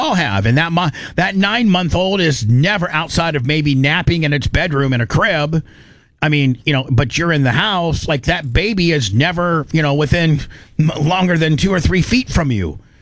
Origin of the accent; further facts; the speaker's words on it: Louisiana, United States; Man, I'm from Louisiana.